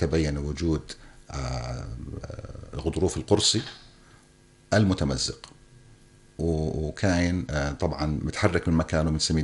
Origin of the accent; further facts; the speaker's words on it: Jordan; عندنا في الأردن